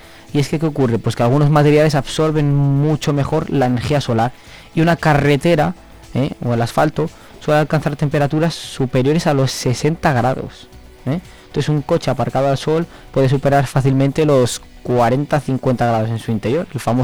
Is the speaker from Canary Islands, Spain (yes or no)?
no; Arcos de la Polvorosa, Castile and León, Spain; Pues mi pueblo tiene una historia muy bonita. Se llama Arcos de la Polvorosa.